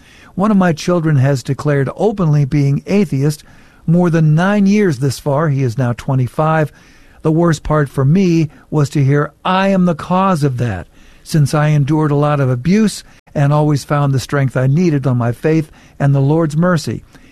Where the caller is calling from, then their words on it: Washington, United States; I'm listening from Washington State. That is from Angeles.